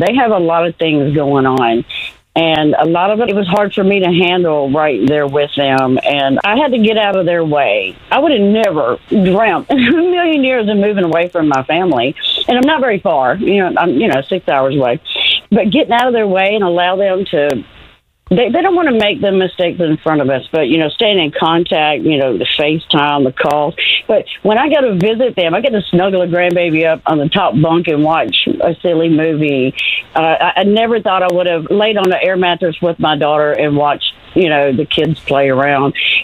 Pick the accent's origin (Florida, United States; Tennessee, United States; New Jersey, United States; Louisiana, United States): Tennessee, United States; Well, I'm from Tennessee, and I had three sons and a daughter.